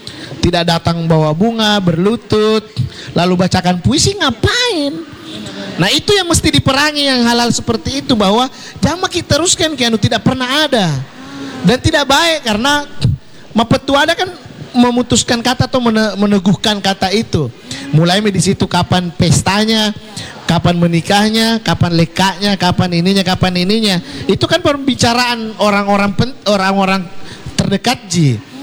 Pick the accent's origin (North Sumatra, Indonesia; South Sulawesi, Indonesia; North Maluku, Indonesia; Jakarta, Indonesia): South Sulawesi, Indonesia; Makassar; kalau saya menyebut … tanpa memproklamirkan bahwa saya orang Makassar